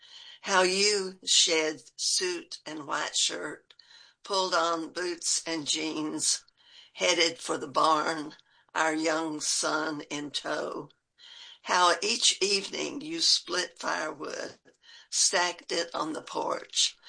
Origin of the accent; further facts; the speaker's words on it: Kentucky, United States; also born or lived in West Virginia; now in Tennessee, United States; I was born in West Virginia, born in Granttown. My family moved back to southeastern Kentucky when I guess I was 5 or 6 months old. So I really have no memories of West Virginia.